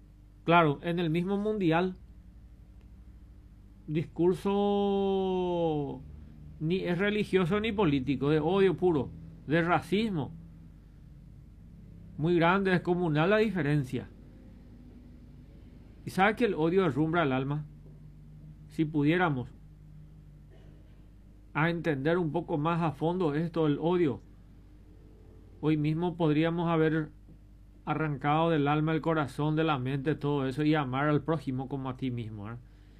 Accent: Paraguay; Y así pues somos los paraguayos.

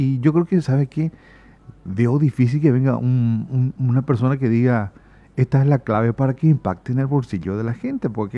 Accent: Paraguay; como nación, como paraguaya

